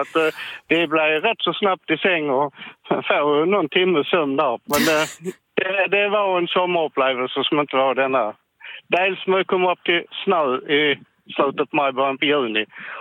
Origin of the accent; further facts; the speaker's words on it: Skåne, Sweden; now in Simrishamn, Sweden; Jag är skåning. Jag har bott när på Östland hela mitt liv, så jag är jätteskåning.